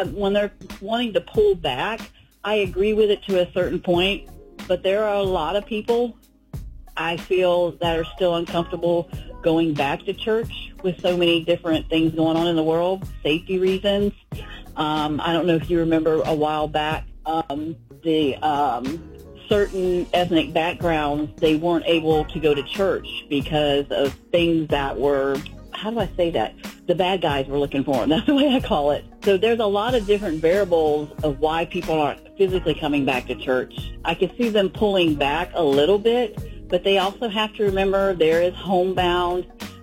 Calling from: Green Cove Springs, Florida, United States; I'm calling from Green Coast Springs, Florida.

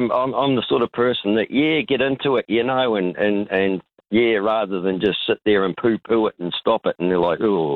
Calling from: Canterbury, New Zealand; down here in Canterbury

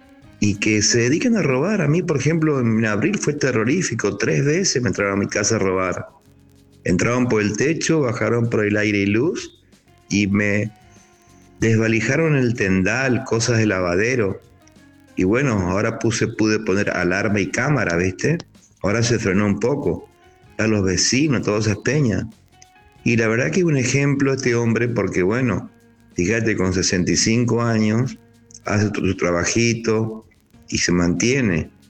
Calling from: Sáenz Peña, Chaco, Argentina; yo te hablo de … de Saspeña, Chaco.

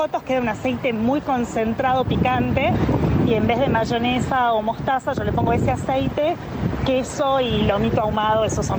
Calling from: Tucumán, Argentina; de Tucumán.

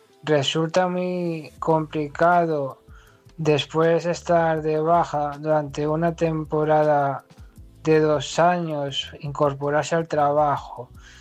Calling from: Asturias, Spain; desde Asturias.

